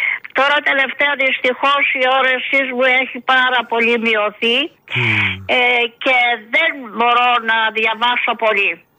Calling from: Kopanaki, Peloponnese, Greece; και εγώ είμαι από το Κοπανάκι.

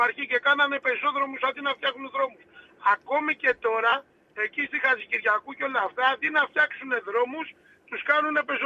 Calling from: Piraeus, Attica, Greece; είμαι Πειραιώτης και τον Πειραιά τον ξέρω με κλειστά μάτια.

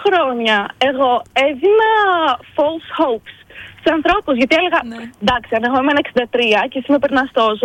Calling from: Thessaloniki, Central Macedonia, Greece; Εγώ είμαι από Θεσσαλονίκη και σας παίρνω από Καλαμαριά.

